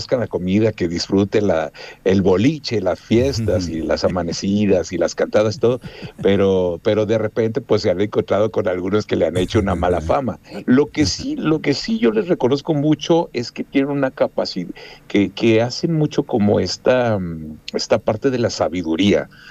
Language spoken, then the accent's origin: Spanish; Mexico; los mexicanos somos chingones, como dirían acá